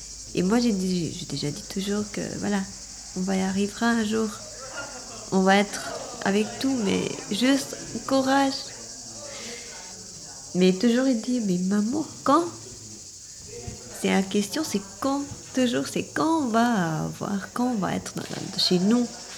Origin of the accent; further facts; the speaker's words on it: Albania; now in France; Oui, mais je suis venue de l'Albanie.